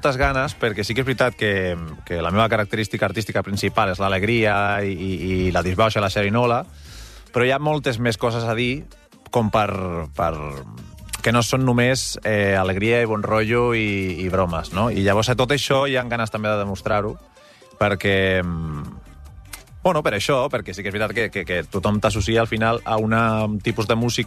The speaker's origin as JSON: {"language": "Catalan", "town": "Tarragona", "region": "Catalonia", "country": "Spain", "tie": "born or raised there", "also_born_or_lived": "Valladolid"}